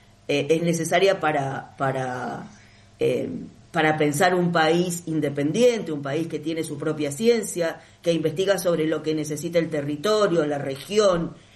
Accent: Mendoza, Argentina; Soy de Mendoza

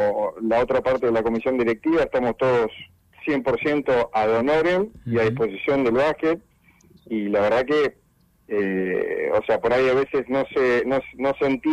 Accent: Bahía Blanca, Buenos Aires Province, Argentina; Sí, yo soy de Bahía Blanca. Sí, o sea, hice todas mis formativas allá en Bahía, en el Club Alem.

